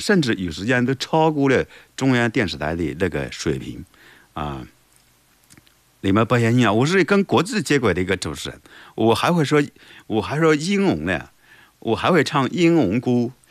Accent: Guanyun, Jiangsu, China; accent: Lianyungang dialect; 我来自连云港，我是连云港广播电视台主持人。这个 I'm from 广永。Welcome to my hometown, Time 广永。我来自广永，欢迎到我的家乡广永住客。

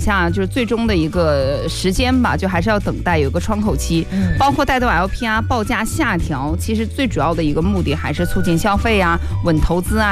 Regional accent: China; 就像我们中国人他的心里的一个状态就是一定要有房子。

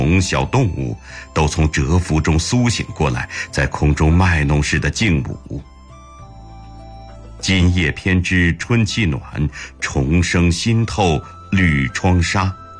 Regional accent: Northeast China, China; 而我的家乡东北要在清明前后才能播种小麦

